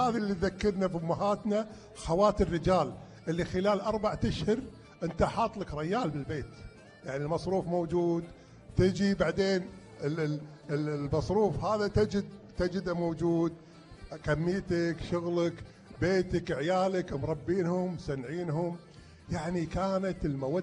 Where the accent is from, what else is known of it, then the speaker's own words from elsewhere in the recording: Kuwait; وهذه شغلتنا ككويتيين